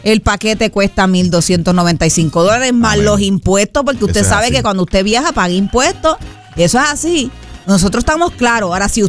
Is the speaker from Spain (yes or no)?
no; Caguas, Puerto Rico; now in Bayamón, Puerto Rico; yo soy cagüeña, pero vivo en Bayamón